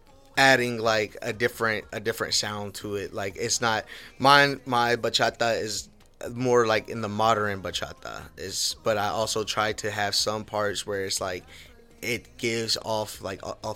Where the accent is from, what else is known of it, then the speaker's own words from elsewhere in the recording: Jeffersonville, Indiana, United States; born there; first language English; I was born in Jeffersonville, Indiana. But root wise, again, it was Querétaro, Mexico.